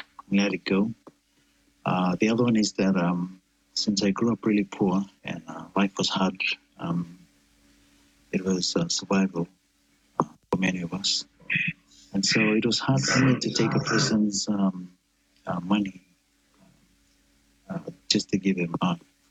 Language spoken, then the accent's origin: English; Fiji; now in New Zealand; And I was also, I was born and raised in Fiji as well. So I've got Rotuma, I've got Italy and Fiji.